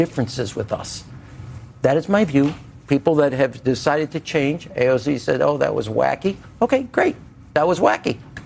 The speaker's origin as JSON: {"language": "English", "country": "United States", "said": "as the son of an immigrant, I think I won the lottery ticket of life being an American."}